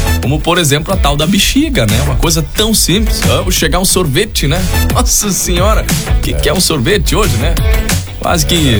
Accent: Bom Jesus do Oeste, Santa Catarina, Brazil; Comércio que marcou a minha infância era do meu padrinho em Bom Jesus do Oeste, onde eu nasci. E sempre a mãe mandava nós fazer as compras. Essa cidade fica em Santa Catarina, Bom Jesus do Oeste.

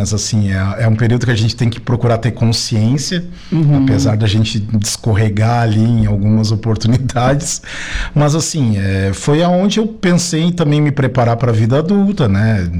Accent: Araranguá, Santa Catarina, Brazil; born there; also born or lived in Criciúma / Capão da Canoa; Não, nasci de manhã, de tarde estava em casa. Foi só local de nascimento, eu sempre morei aqui. Morei assim, eu morei um período da minha vida aqui. Ali até os 5, 6 anos, o meu pai foi para o Rio Grande do Sul, montou comércio.

